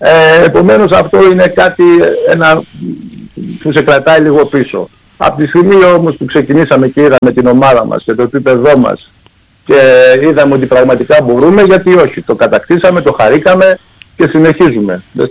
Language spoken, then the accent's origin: Greek; Thessaloniki, Central Macedonia, Greece; now in Kefalonia, Greece; Θεσσαλονικός, γέννημα θρέμα.